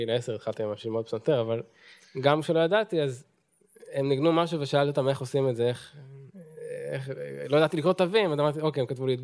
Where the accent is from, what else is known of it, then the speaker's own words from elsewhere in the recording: Afula, Northern District, Israel; שם גדלתי.